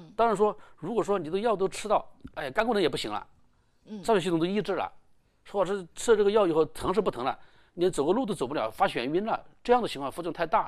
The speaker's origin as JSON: {"language": "Chinese", "country": "China"}